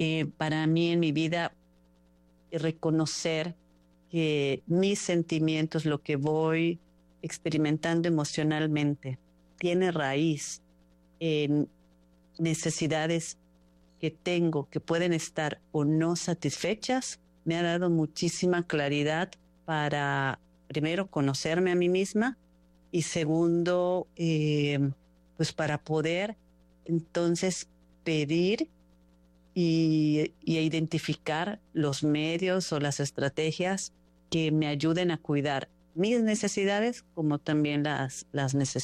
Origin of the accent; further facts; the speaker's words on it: Mérida, Yucatán, Mexico; moved away as an adult; now in Puerto Maldonado, Peru; soy mexicana de la ciudad de Mérida, en el estado de Yucatán. Y bueno, ahora me encuentro viviendo en Puerto Maldonado, del departamento Madre de Dios, en Perú. Estoy aquí ya por 2 años viviendo